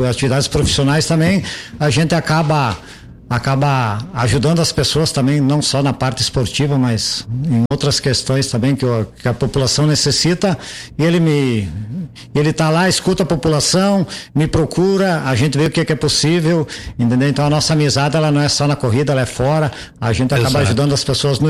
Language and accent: Portuguese; Bento Gonçalves, Rio Grande do Sul, Brazil; also born or lived in Veranópolis; now in Nova Prata, Brazil; Eu sou natural de Bento Gonçalves.